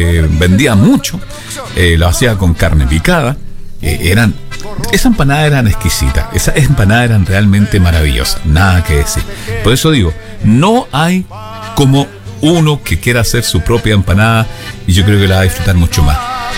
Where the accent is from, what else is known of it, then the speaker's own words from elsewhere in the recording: Chile; moved away; Nosotros como chilenos que estamos fuera de nuestra patria